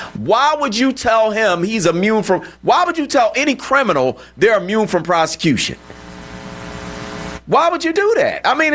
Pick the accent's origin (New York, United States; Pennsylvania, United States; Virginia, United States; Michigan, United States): Pennsylvania, United States; Philadelphia; And it's an insult to me personally as a Philadelphian, as a Pennsylvanian